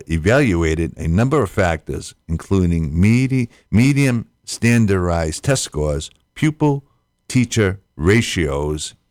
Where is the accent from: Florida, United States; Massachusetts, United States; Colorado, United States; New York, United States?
Massachusetts, United States; Massachusetts. Yeah.